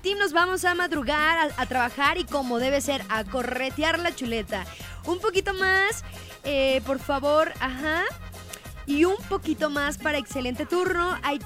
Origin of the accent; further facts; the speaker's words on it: Mexico; soy mexicana